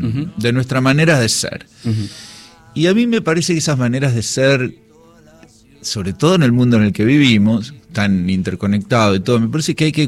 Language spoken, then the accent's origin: Spanish; Buenos Aires Province, Argentina; yo soy de Granburg, que es un lugar del conurbano, donde había muchas colectividades, pero una muy fuerte era la santiagueña y correntinos.